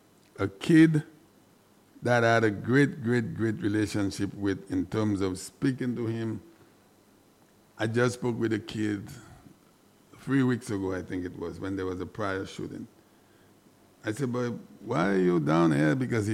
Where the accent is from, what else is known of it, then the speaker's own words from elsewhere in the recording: Castries, St. Lucia; I grew up in the Marshall area. I am still there.